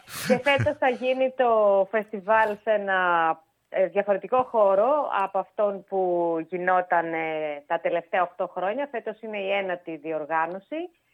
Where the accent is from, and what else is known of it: Fanari, Eastern Macedonia and Thrace, Greece